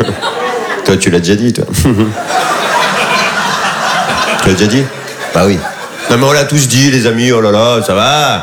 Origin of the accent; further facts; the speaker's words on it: Bondy, Île-de-France, France; also born or lived in Paris; Je suis né à Paris, moi, j'ai grandi à Bondy, dans le 9-3.